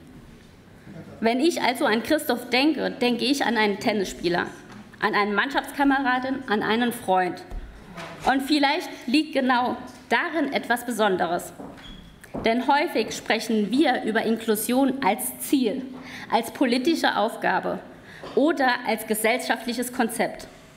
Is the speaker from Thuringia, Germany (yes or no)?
no; Saarland, Germany; Wir haben als Saarländerin gezeigt, wir leben Gemeinschaft über die Grenzen hinweg.